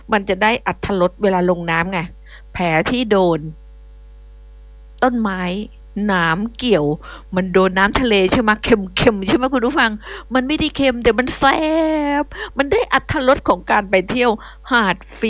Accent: Phuket, Thailand; บ้านดิฉันเองจังหวัดภูเก็ตดิฉันได้เป็นคนบ้านนอกเนาะอยู่นอกนะนอกแผ่นดินนะดิฉันมาจากเกาะ

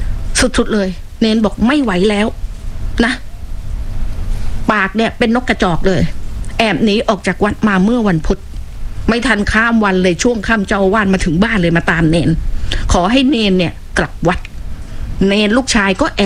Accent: Phuket, Thailand; ดิฉันได้เกิดมาเป็นคนภูเก็ตโดยกำเนิดนะเกิดถนนดีบุก

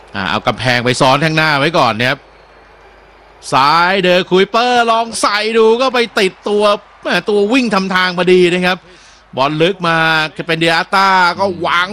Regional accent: Bangkok, Thailand; now in Samut Prakan, Thailand; ไม่เป็นสมุทรปราการเลยไม่ใช่กรุงเทพแล้วเมื่อก่อนเป็นคนกรุงเทพ

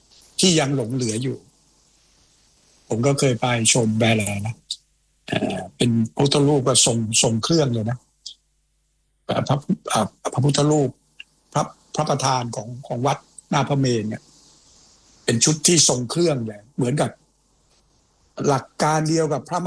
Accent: Hua Ro, Phra Nakhon Si Ayutthaya, Thailand; ใช่เด็กหัวรอ

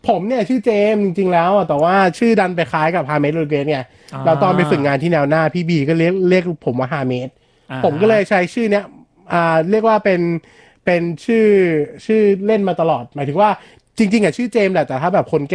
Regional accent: Lam Luk Ka, Pathum Thani, Thailand; also born or lived in Bangkok; แล้วผมก็ไปโตที่ลำนุกากลายเป็นวัยรุ่นลำนุกาตอนเนี้ย

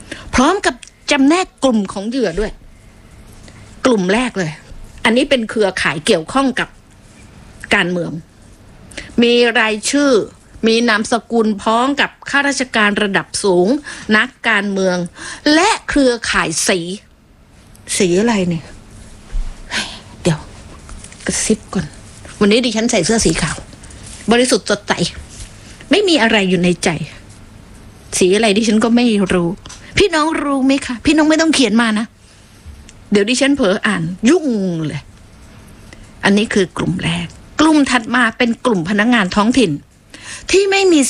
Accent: Phuket, Thailand; born there; ดิฉันนี่เกิดมาเป็นคนภูเก็ตโดยกำเนิดนะเกิดถนนดีบุก

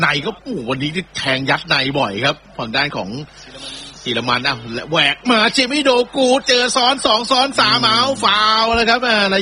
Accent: Bangkok, Thailand; now in Samut Prakan, Thailand; ไม่เป็นสมุทรปราการเลยไม่ใช่กรุงเทพเมื่อก่อนเป็นคนกรุงเทพ

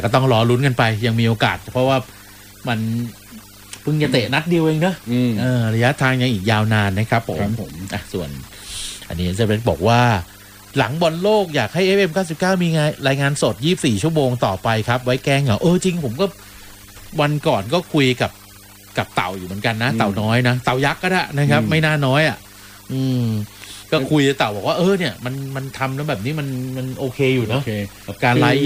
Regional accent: Bangkok, Thailand; เพื่อนอยู่ใต้เยอะไงแทบจะเป็นคนเดียวเลยมั้งที่เป็นคนกรุงเทพอ่ะเออนอกนั้นนี่โอ้โหเพื่อนเป็นคนใต้หมดเลย

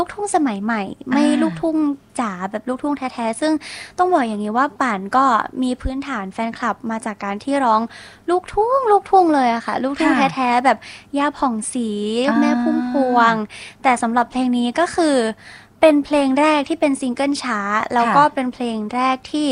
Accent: Nonthaburi, Thailand; born there; now in Nakhon Pathom, Thailand; หนูเกิดนนทบุรีค่ะแต่ว่าตอนนี้อยู่นครปฐม

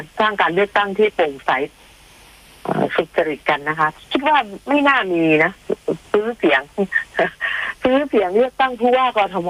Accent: Bangkok, Thailand; moved away; เราอยู่เป็นชาวกรุงเทพมาตลอด38ปี

